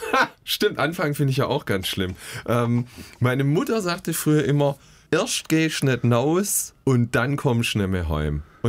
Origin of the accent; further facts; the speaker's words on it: Swabia, Germany; born there; Ich bin Schwabe.